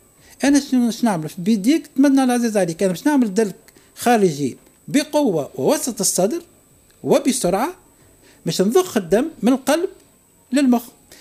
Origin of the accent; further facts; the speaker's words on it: Tunisia; المعروفة عندنا في تونس كالاسبيجيك